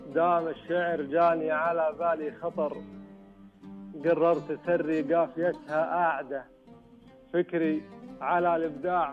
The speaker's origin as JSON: {"language": "Arabic", "region": "North", "country": "Saudi Arabia", "said": "حنا عندنا بالشمال طال عمرك فيها تكاتف اجتماعي، وتكاتف اجتماعي موجود بالمملكة كلها الحمد لله"}